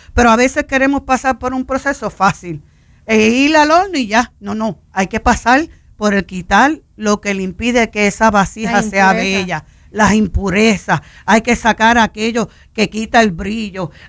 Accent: Puerto Rico; Te voy a explicar como buen puertorriqueño, suavecito y con calma.

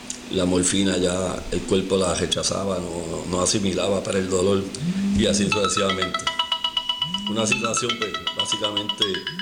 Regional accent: Puerto Rico; como somos nosotros los boricuas

